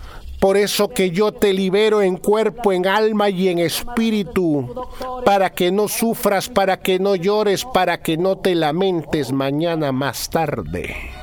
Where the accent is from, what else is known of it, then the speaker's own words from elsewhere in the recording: Piura, Peru; Yo soy peruano, paisano igual que usted. Bien peruano. La diferencia que usted es de Huaraz y yo soy de Piura, de la Sierra de Piura.